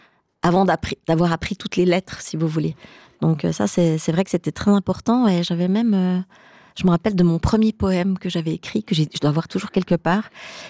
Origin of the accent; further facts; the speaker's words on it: Fribourg, Switzerland; also born or lived in Göttingen; je suis tout à fait fribourgeoise. Ma maman est fribourgeoise et j'ai grandi à Fribourg.